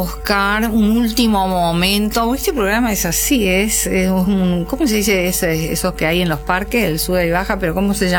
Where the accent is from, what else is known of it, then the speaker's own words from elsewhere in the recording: Paraguay; Todos somos paraguayos.